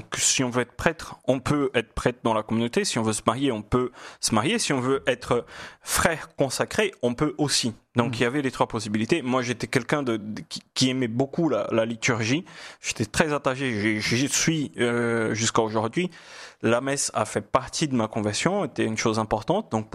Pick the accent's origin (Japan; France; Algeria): France; Parce que je viens du nord-est, donc je pars au sud-est, où là on parle différemment.